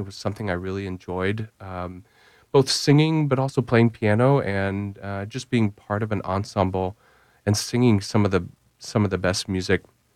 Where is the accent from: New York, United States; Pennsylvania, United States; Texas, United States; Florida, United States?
Texas, United States; Katy; I grew up in Katy. We were not a musical household, but I really wanted to learn how to play piano.